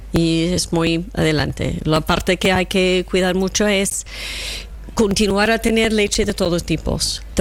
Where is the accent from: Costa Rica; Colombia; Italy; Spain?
Italy; Spanish is a second language; he empezado con que soy italiano y tengo queso portugués